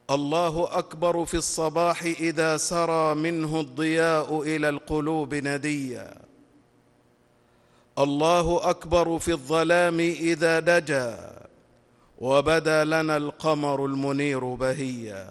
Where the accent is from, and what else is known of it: Egypt